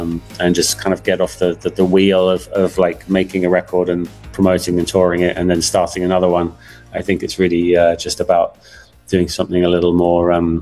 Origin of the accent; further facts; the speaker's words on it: England, United Kingdom; now in Tokyo, Japan; as an Englishman